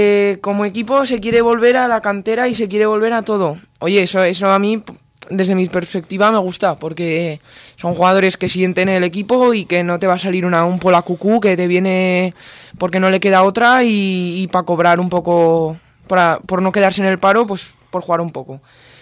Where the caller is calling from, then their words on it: Nuez de Ebro, Aragon, Spain; Yo soy de Nuez de Ebro, de un pueblo